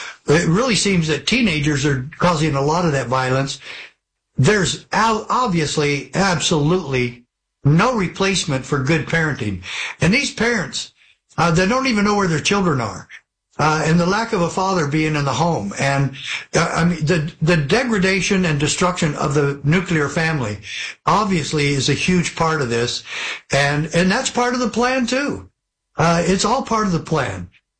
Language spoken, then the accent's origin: English; Arizona, United States; when I grew up in Arizona playing sports